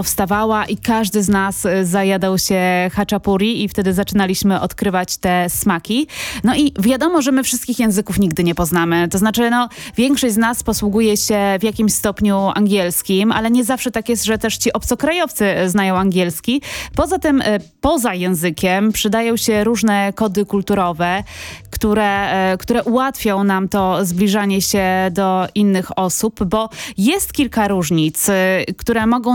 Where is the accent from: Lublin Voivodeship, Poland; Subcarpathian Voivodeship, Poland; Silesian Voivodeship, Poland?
Lublin Voivodeship, Poland; Lublin; moved away; jak wracałam do rodzinnego Lublina